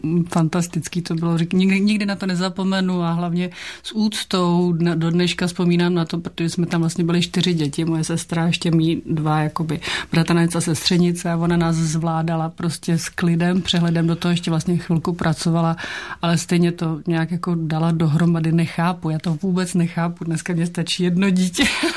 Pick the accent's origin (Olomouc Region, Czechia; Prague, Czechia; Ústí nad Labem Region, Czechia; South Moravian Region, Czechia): Prague, Czechia; Já jsem Pražačka, moje maminka teda z Moravy, z Kroměříže, ale táta už nežije, ale byl Pražák, takže jsem křtěná Vltavou, narodila jsem se tady.